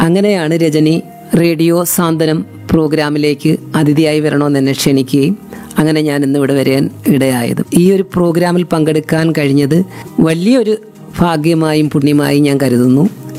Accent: Kalluvathukkal, Kerala, India; കല്ലുവാതുക്കൽ എന്റെ സ്വദേശത്ത് തന്നെ വീട്, അവിടെ തന്നെയാണ് ഡാൻസ് ക്ലാസ്.

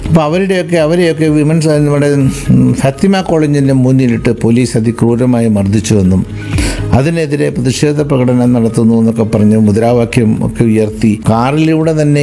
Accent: Kollam, Kerala, India; ശരി, ഞാൻ ജനിച്ചതും വളർന്നതും തുണക്കം എന്ന് പറയുന്നത് കൊല്ലം നഗരത്തിലെ ജോനകപ്പുറം എന്ന് പറയുന്ന ഒരു തീരപ്രദേശത്താണ്.

